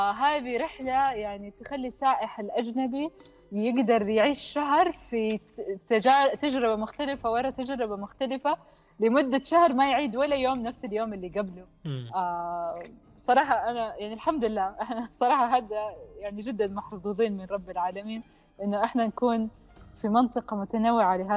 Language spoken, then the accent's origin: Arabic; Saudi Arabia; عندنا في السعودية